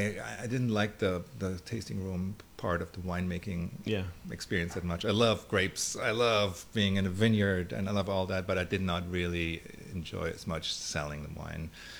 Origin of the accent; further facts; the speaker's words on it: Germany; moved away as an adult; I'm German.